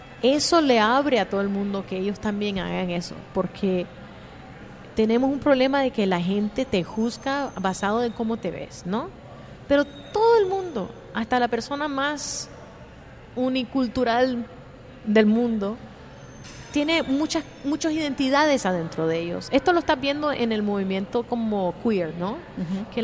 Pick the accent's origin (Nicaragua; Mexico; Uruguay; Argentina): Nicaragua; pero yo siempre digo que soy de Nicaragua porque